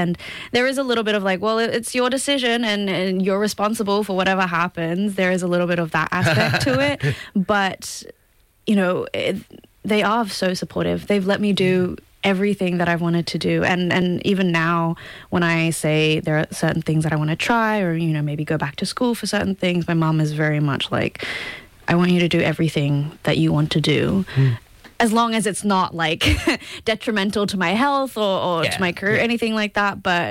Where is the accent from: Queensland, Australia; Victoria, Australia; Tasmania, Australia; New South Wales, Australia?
Queensland, Australia; Gold Coast; So I grew up on the Gold Coast, and when we were coming back to Australia, I was like, well, if you want to really do this, maybe it'd be better to move to Sydney